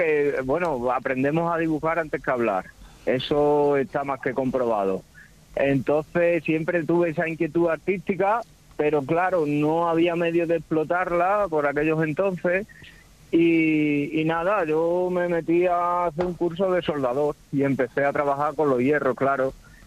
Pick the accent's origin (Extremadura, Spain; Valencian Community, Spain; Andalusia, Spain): Extremadura, Spain; Puebla de Sancho Pérez; Sí, yo soy de la Puebla de siempre.